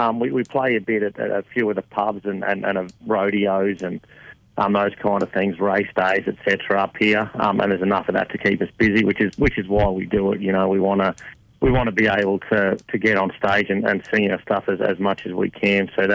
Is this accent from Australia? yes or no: yes; Sunshine Coast, Queensland, Australia; moved away as an adult; now in Brisbane, Australia; And I grew up on the Sunshine Coast where I am now.